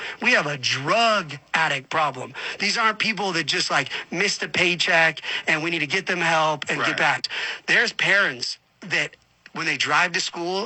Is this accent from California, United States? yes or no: yes; Los Angeles, California, United States; I grew up in Palisades. I went to Crossroads High School.